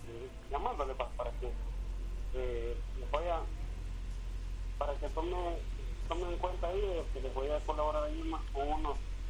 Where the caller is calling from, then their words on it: Santa Ana, El Salvador; Yo soy de Occidente, de Santa Ana, Calzopa, soy yo.